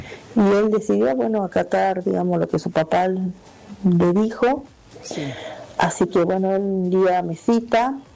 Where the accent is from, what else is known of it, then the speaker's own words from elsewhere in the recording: Jujuy, Argentina; now in Ferré, Argentina; Hola, Fernanda, soy de Jujuy. Sí. Pero yo estoy viviendo ahora en Ferré, trabajando.